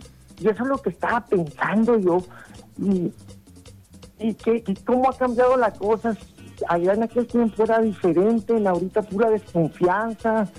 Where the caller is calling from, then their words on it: Mexico; No, nosotros somos mexicanos y decimos, yo soy mexicano y así es.